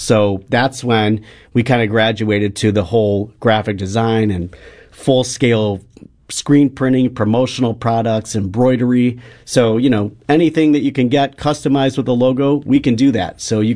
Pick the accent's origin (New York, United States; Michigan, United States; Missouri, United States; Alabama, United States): Missouri, United States; Creve Coeur; We grew up in Creve Coeur, so we were West County suburban kids